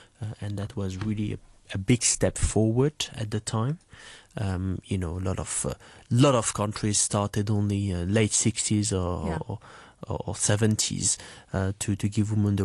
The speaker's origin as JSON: {"language": "English", "country": "France", "said": "Because, you know, I mean, I am originally from France, and a lot of our villages..."}